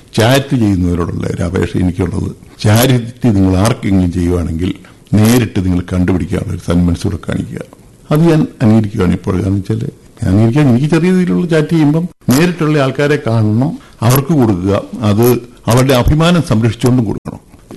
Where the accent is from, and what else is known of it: Kerala, India